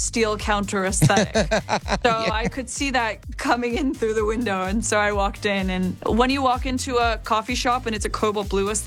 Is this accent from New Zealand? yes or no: no; Iceland; Well, I'm from Iceland, and every artist that ever came to Iceland, I always got so excited because nobody goes to Iceland.